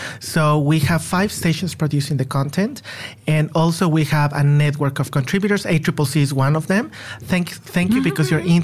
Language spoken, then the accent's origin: English; Mexico; English is a second language; It reminds me of my hometown back in Mexico.